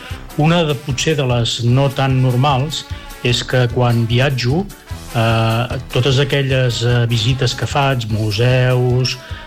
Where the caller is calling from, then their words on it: Santpedor, Catalonia, Spain; de Santpedor.